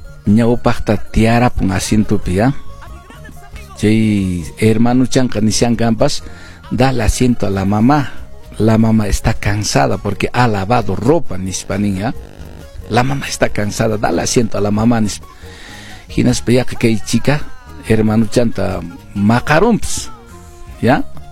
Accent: Cusco, Peru; Avenida Santiago, somos cusqueños

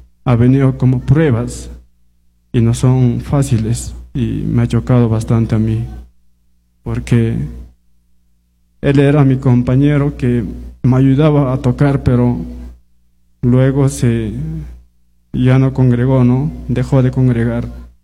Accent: La Convención, Quillabamba, Vilcabamba District, Cusco, Peru; moved away as an adult; now in Cusco, Peru; Soy de la Convención Quiabamba, Distrito de Vilcabamba, Valle San Miguel. De Consistorio, Iglesia Evangélica Peruana, Villa Carmen. Bueno, yo nací en un hogar cristiano.

